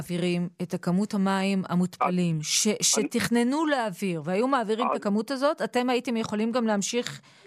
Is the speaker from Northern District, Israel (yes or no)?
no; Jerusalem, Jerusalem District, Israel; אני ירושלמית